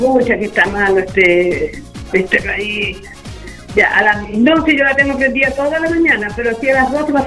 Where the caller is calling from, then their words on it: Coya, O'Higgins, Chile; estoy llamando de Coya.